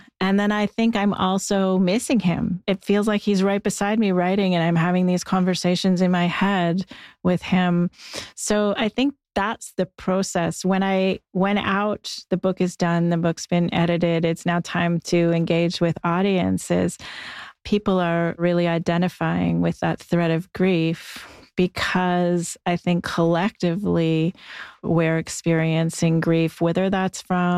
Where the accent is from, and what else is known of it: Ontario, Canada